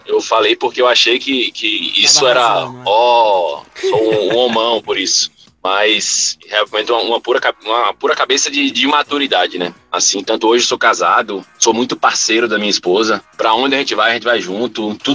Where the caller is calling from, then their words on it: Barreiras, Bahia, Brazil; Eu tenho 30 anos, sou aqui de Barreiras, interior da Bahia.